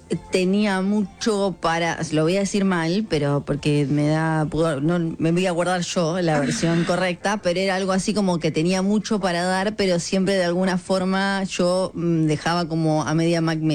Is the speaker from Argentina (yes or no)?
yes; Ushuaia, Tierra del Fuego, Argentina; moved away; yo soy de Ushuaia